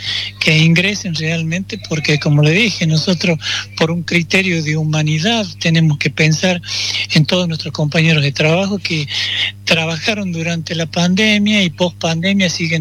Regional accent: La Rioja, Argentina; como riojano que soy, porque soy riojano

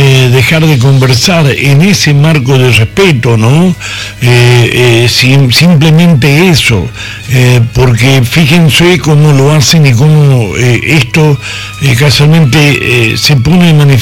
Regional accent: Argentina

